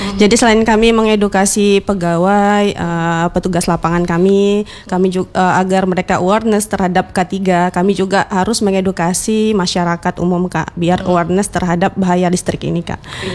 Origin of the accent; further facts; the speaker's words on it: Palembang, South Sumatra, Indonesia; now in Aceh, Indonesia; Asli Palembang Kak.